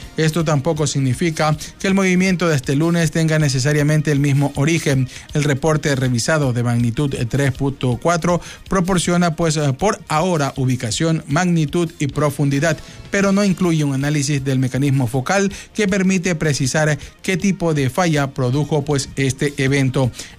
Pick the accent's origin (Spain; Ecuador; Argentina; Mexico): Ecuador; nosotros como ecuatorianos